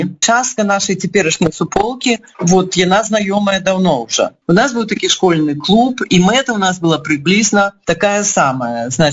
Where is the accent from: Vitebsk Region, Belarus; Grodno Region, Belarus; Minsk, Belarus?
Grodno Region, Belarus; Navahrudak; і нас пустілі да Міцкевіча, таму што мы з Новагрудка.